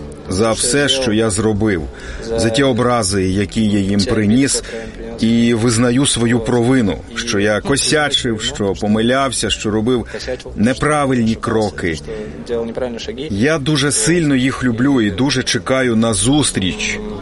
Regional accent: Kyrgyzstan; moved away; Я не з Росії. Я родом із Киргизії. А за національністю я узбек.

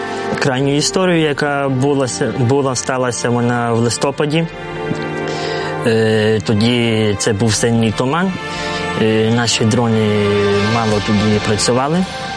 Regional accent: Sambir, Lviv Oblast, Ukraine; Родом я з Львівської області, з міста Самбір.

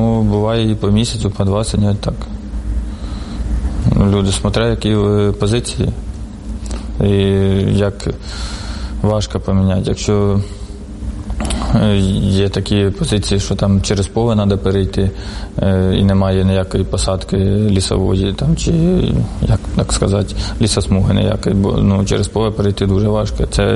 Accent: Sumy, Sumy Oblast, Ukraine; Із Сумщини, з Суми.

